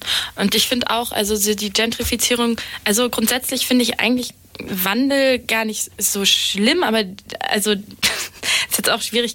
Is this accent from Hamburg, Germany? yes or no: yes; Hamburg, Germany; ich bin in der Schanze aufgewachsen.